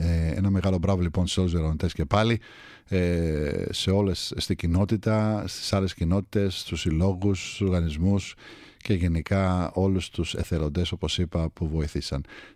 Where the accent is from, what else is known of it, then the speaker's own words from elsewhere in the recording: Kaminia, Greece; moved away; Μεγαλώσαμε μαζί στα Καμίνια, έφυγα πολλά χρόνια, γύρισα πίσω